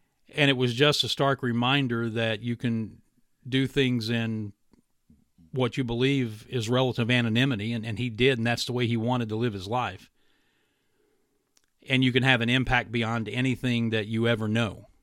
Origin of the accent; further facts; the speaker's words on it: West Virginia, United States; I had gone in to my hometown in West Virginia.